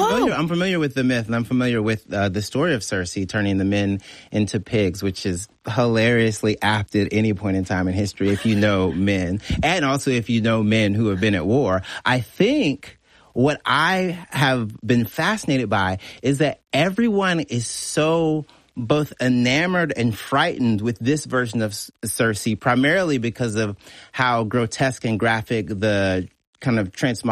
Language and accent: English; United States; I grew up in America during the age of, sad to bring it up, but school shootings.